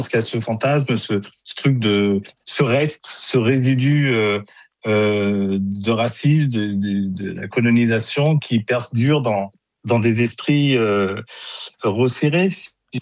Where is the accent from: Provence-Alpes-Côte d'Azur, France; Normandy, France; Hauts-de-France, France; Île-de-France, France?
Île-de-France, France; born there; Moi, je suis né ici, je suis un banlieusard, je suis né en Essonne.